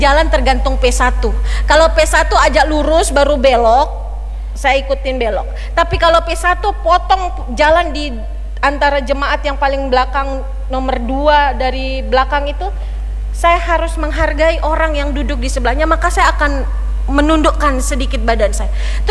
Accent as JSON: {"language": "Indonesian", "country": "Indonesia", "said": "Kita orang Indonesia terkenal akan etikanya. Kita orang Indonesia itu terkenal akan kesopanannya"}